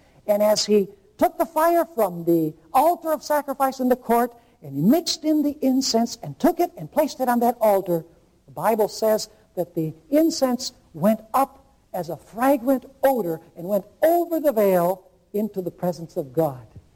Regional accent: Caracas, Capital District, Venezuela; when I was growing up in Caracas, Venezuela.

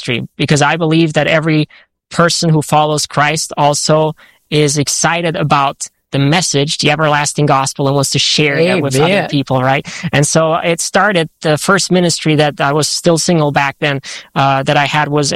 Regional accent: Germany; moved away; also born or lived in France; I grew up in that context, growing up in Germany most of my life. I was a little bit, I was in France too. My parents sent me to a high school in Paris.

